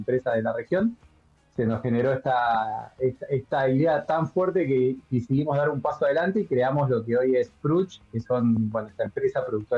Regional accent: Alto Valle, Argentina; also born or lived in El Chocón, Neuquén; somos acá del Alto Valle, nacimos en el Chocón, dos nacimos en el Chocón, así que imagínate, debemos ser de los poquitos que somos bien autóctonos

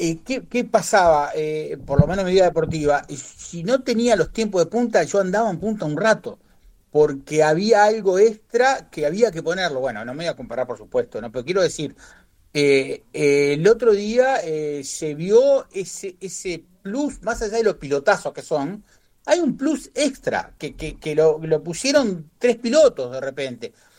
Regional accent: Uruguay; somos de Uruguay.

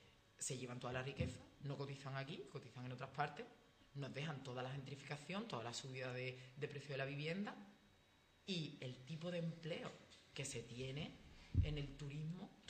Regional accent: Andalusia, Spain; yo vengo del campo de Gibraltar

